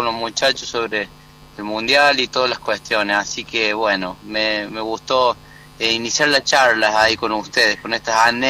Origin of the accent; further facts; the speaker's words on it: Villa Dolores, Córdoba, Argentina; yo soy del interior de Córdoba y no tenemos la pasión futbolera por el equipo. Yo soy de Comercio, de Villa Dolores, imagínate.